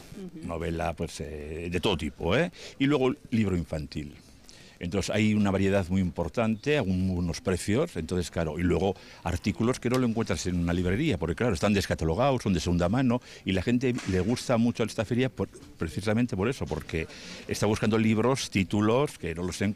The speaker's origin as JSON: {"language": "Spanish", "town": "Bilbao", "region": "Basque Country", "country": "Spain", "said": "Bueno, yo vengo de Bilbao"}